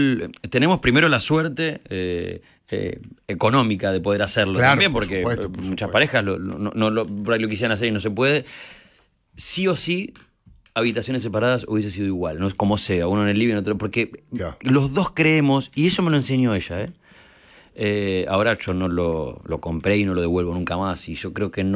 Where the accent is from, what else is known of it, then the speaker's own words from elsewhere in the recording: Bahía Blanca, Buenos Aires Province, Argentina; Pero amo volver a Bahía. Están mis viejos, mi hermano, mis amigos.